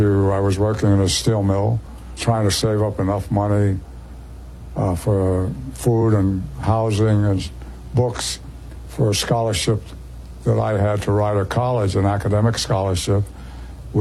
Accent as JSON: {"language": "English", "town": "Newark", "region": "New Jersey", "country": "United States", "tie": "born or raised there", "said": "I was born in Newark, New Jersey in 1924, February 15th. We moved every October 1st because you got 3 free months concession of rent."}